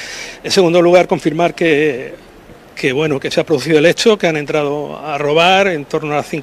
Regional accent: Villena, Valencian Community, Spain; la verdad es que a los que somos de Villena esto nos destroza, es parte de nuestro patrimonio y parte de nuestra riqueza y de lo que nos sentimos orgullosos

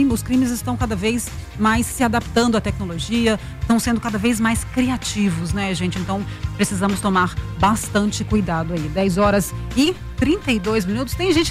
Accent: Uberlândia, Minas Gerais, Brazil; A prisão domiciliar tinha sido autorizada lá na minha, pertinho da minha terra natal, lá em Uberlândia

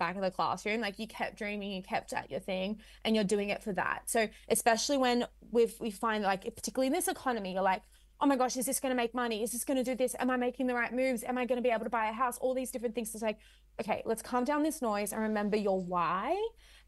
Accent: Sydney, New South Wales, Australia; Like I never told anyone I was from Western Sydney, and I dyed my hair blonde.

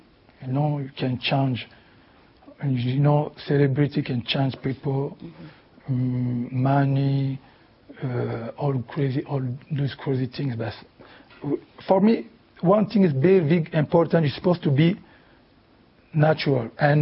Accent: Kinshasa, DR Congo; I never grew up, I never speak Swahili when I grew up in Kinshasa, so just Lingala, it will be French.

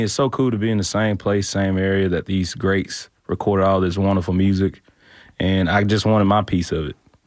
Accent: Alabama, United States; Yeah, I grew up in Bama.

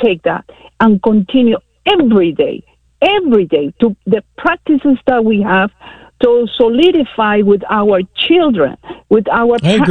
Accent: United States; So thank goodness I'm American in a very civilized neighborhood.

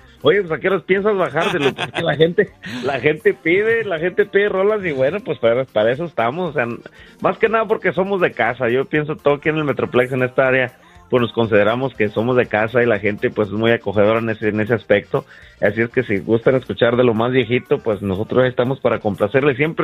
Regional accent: San Luis Potosí, Mexico; moved away; esas agrupaciones que somos allá de San Luis Potosí

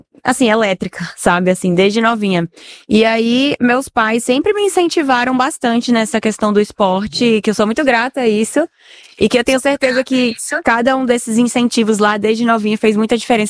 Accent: São Paulo, Brazil; also born or lived in Recife; porque eu morava aqui em São Paulo, nasci aqui em São Paulo. E aí, aqui em São Paulo, eu comecei na ginástica olímpica. Aí me mudei pra Recife, porque meus pais se mudaram por conta de trabalho.

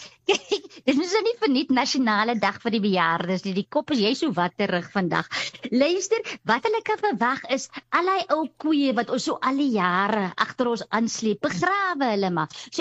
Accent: Garies, Northern Cape, South Africa; Kyk, ek kom van Garries, né? En daar leer jy swem op 'n nat waslap.

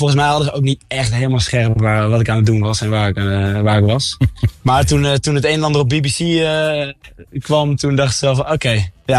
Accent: Netherlands; het is gewoon eigenlijk schandalig dat wij als Nederlanders nog 0 keer ons gezicht daar hebben laten zien.

